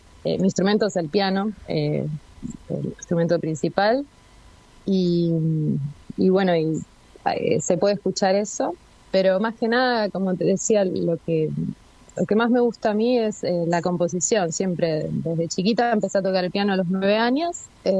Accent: Trelew, Chubut, Argentina; moved away; also born or lived in Buenos Aires; Estudié piano clásico durante 7 años, o sea, con profesora particular, con Nelly Calles, en Trelew. Y después me fui a Buenos Aires

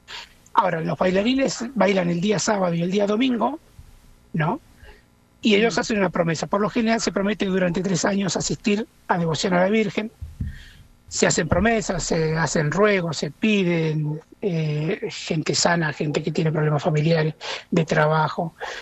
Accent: Buenos Aires, Argentina; soy hijo de inmigrantes, yo soy nacido en Buenos Aires, y ahí viene el gran problema del arraigo de esta tierra hermosa que es la Argentina

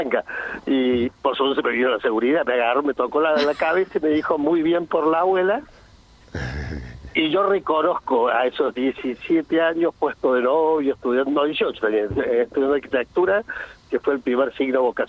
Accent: Argentina; esa parte saca lo mejor de nosotros como argentinos

